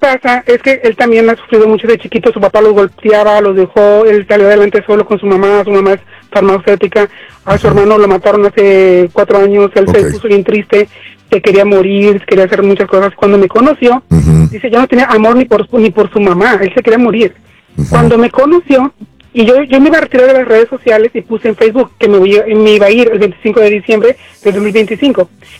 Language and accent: Spanish; Honduras; Perdón, ustedes no sé si sean mexicanos o de dónde sean ustedes, pero yo soy hondureño.